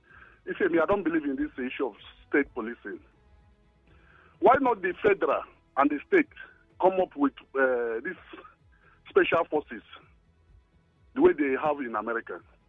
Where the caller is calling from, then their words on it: Port Harcourt, Rivers, Nigeria; I'm calling from Elelewon.